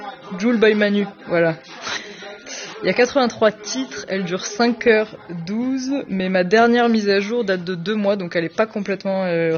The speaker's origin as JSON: {"language": "French", "town": "La Ciotat", "region": "Provence-Alpes-Côte d'Azur", "country": "France", "tie": "born or raised there", "said": "je suis docteur en sociologie. Je suis originaire des Bouches-du-Rhône, La Ciotat plus précisément, pas très loin de Marseille."}